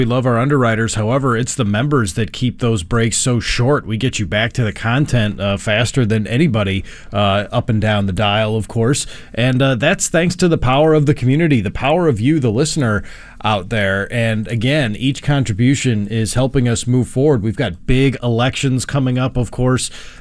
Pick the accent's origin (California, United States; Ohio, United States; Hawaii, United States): Ohio, United States; Brunswick; hometown is Brunswick. Home county.